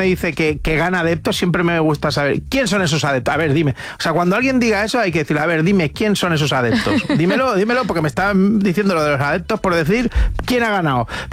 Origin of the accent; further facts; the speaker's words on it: Galicia, Spain; pero es que soy gallego yo.